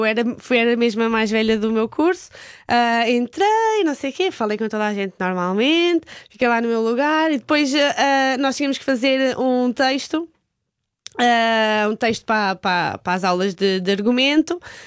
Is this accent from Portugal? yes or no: yes; Elvas, Alentejo, Portugal; also born or lived in Covilhã; now in Lisbon, Portugal; na verdade, na Covilhã eu nasci praticamente só lá. Depois fui logo a viver no Alentejo.